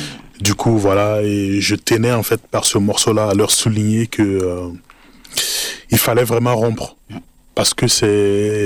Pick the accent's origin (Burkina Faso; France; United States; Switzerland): Burkina Faso; en tant que Burkinabé déjà, venant du pays des hommes intègres